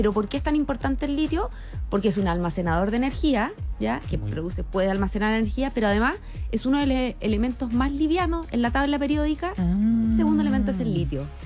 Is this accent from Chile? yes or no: yes; Chile; somos tanto chilenos